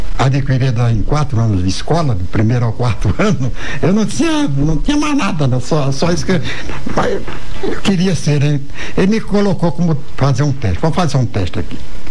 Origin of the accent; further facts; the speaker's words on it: Northeast Region, Brazil; accent: nordestino (Northeastern); Tinha um sotaque bem nordestino, porque sou nordestino, né? Com muita honra, sou nordestino.